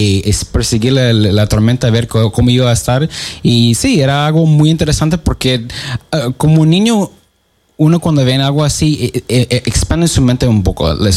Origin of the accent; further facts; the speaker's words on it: Florida, United States; Desde cuando estaba niño. Crecí en Florida